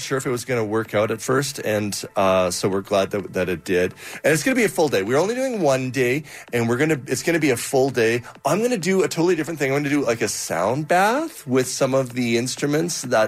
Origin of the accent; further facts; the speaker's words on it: Calgary, Alberta, Canada; I'm born and raised in Calgary, and so the community just runs so deep here, so you kind of know people from everywhere.